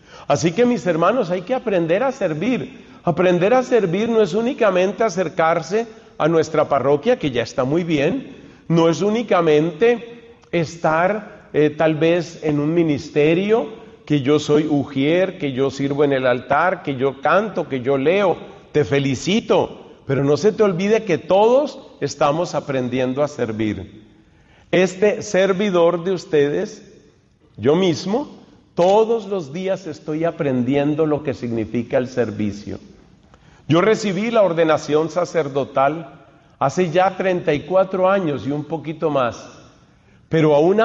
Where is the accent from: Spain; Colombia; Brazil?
Colombia; soy colombiano para servicio de ustedes